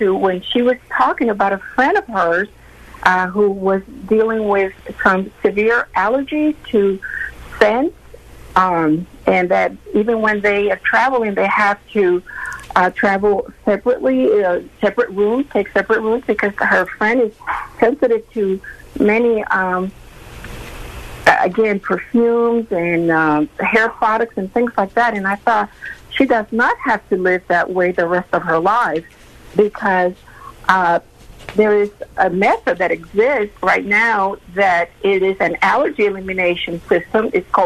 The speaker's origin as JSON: {"language": "English", "town": "Fort Worth", "region": "Texas", "country": "United States", "said": "from Fort Worth"}